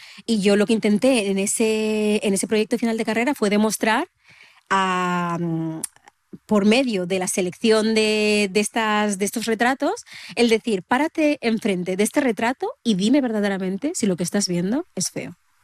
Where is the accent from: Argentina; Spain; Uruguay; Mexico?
Spain; Asturias; no hacen más que reafirmarme en que yo soy asturiana, que yo uno, que yo otro, pero al final tampoco puedo olvidar mi identidad africana